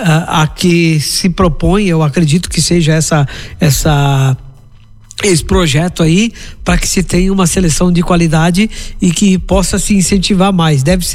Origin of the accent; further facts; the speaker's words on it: Brazil; uns caras que nem eu, que sou do Brasil aqui